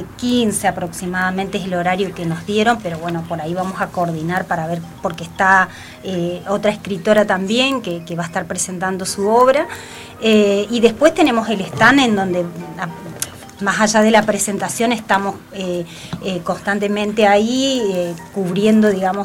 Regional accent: Corrientes, Argentina; moved away; yo vengo de la provincia de Corrientes

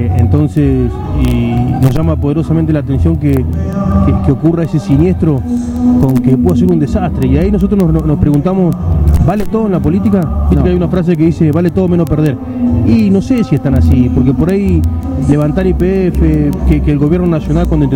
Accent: Argentina; Yo soy nacido y criado en Caleta.

